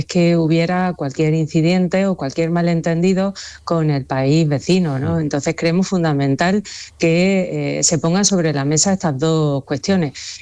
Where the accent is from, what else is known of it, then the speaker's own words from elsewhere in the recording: Ceuta, Spain; Los primeros afectados somos los ceutíes